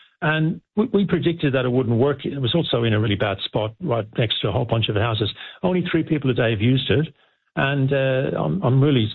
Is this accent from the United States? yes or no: no; Ireland; I am Irish, to be fair, though.